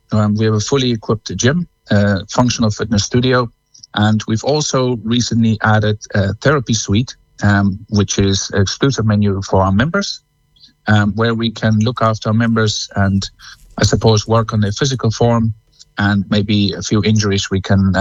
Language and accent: English; South Africa; moved away as an adult; now in Cong, Ireland; No, I'm originally from South Africa